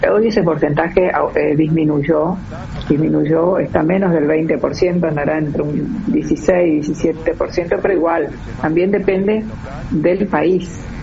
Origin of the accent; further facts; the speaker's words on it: Paso de los Libres, Corrientes, Argentina; Yo soy oriunda de Paso de los Libres, ahí hay una frontera internacional, un cruce, un puente internacional.